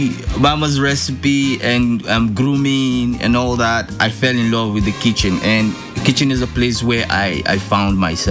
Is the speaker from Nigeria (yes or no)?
yes; South East Nigeria, Nigeria; now in Slovenia; I am from a region called the southeast, which is popularly known as the Igbo land.